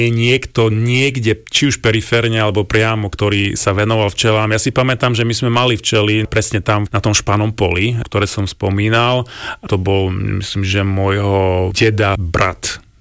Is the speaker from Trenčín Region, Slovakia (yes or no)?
no; Košice, Košice Region, Slovakia; moved away; milujem Košice. Teda nie je to moje rodné mesto, ale mesto, v ktoré som v podstate vyrastal, čiže som Košičan.